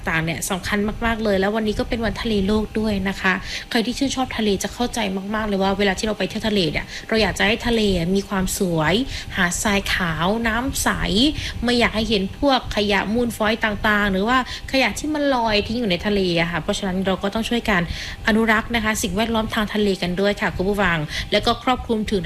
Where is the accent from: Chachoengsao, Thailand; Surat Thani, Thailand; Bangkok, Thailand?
Surat Thani, Thailand; เราเป็นชาวจังหวัดสุราษฎร์ธานีนะคะ